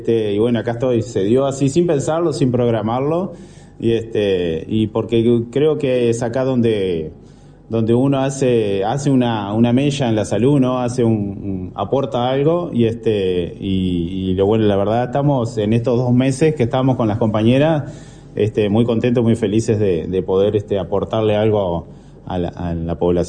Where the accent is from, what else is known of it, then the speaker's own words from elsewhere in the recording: Artigas, Uruguay; also born or lived in Montevideo; Yo soy un montevideano criado en Artigas desde chico, que se fue a estudiar a Montevideo, trabajó en Montevideo durante años y siempre me atrajo volver al norte